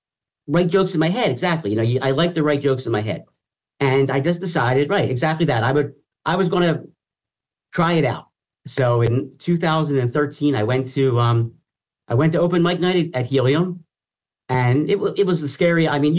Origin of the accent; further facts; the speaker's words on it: Philadelphia, Pennsylvania, United States; So I'm from Philadelphia. I'm there, I'm there in Dallas for business.